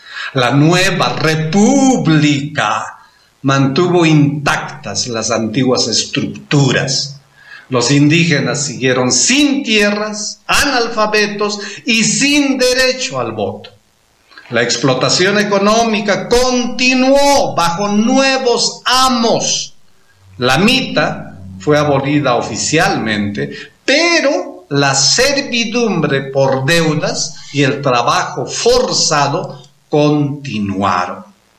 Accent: Peru; now in Arequipa, Peru; desde Arequipa, Perú

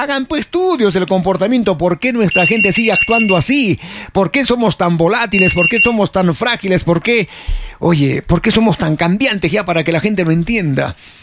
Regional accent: Peru

